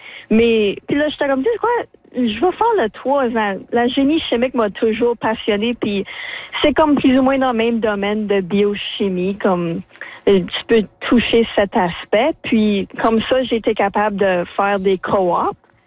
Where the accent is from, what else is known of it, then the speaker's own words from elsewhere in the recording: Sudbury, Ontario, Canada; Comme je suis de Sudbury, donc toujours être avec l'aspect minier, puis ça m'a toujours intéressé.